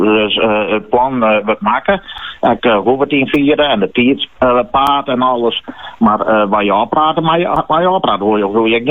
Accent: Friesland, Netherlands; En eigenlijk het recht dat we als Friesen gaan om ons eigen plaknaam te vieren.

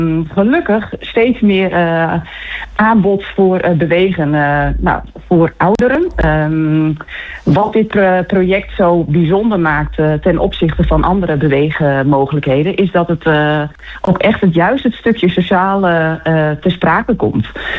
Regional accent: Harlingen, Friesland, Netherlands; now in Franeker, Netherlands; Ja, ik kom uit Friesland. Ja, ik kom uit Harlingen. Daar ben ik geboren en getogen.

